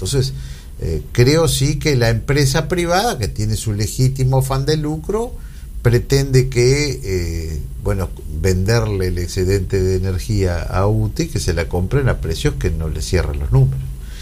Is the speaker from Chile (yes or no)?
no; Uruguay